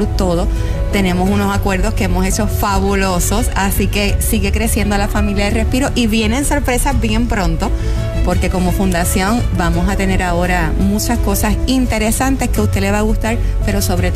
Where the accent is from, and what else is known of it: Puerto Rico